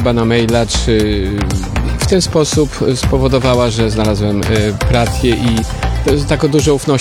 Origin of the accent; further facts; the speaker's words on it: Tarnowskie Góry, Silesian Voivodeship, Poland; Pochodzę z Podtarnowskich Gór, czyli z terenów Śląska.